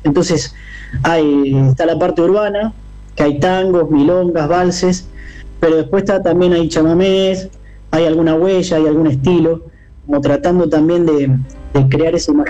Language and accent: Spanish; Rosario, Santa Fe, Argentina; yo vengo soy oriundo de Rosario, más o menos del barrio de La Sexta, que está cerca de la ciudad universitaria, cerca del puerto.